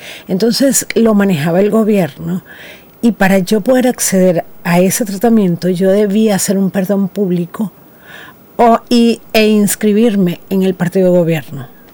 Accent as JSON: {"language": "Spanish", "country": "Venezuela", "moved": "as an adult", "lives_now": "Australia"}